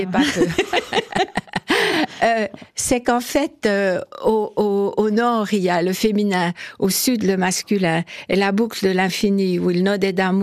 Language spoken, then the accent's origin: French; Porrentruy, Jura, Switzerland; on a grandi à Porrentruy, mon mari et moi